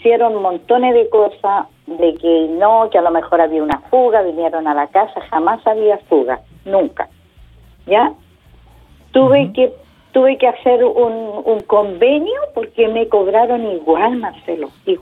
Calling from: Talcahuano, Biobío, Chile; yo soy de acá de Talcahuano, sector Salinas.

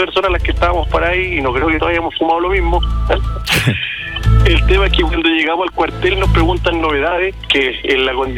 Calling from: Talcahuano, Biobío, Chile; Estoy llamando de Talcahuano, Los Cerros

